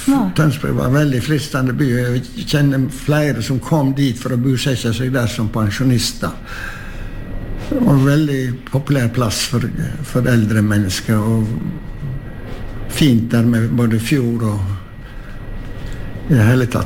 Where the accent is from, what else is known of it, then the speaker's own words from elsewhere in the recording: Hafslo, Vestland, Norway; moved away as an adult; also born or lived in Tønsberg; now in Hafslo, Norway; Ja, for det første så er jeg nå født og oppvokst i Hafslo.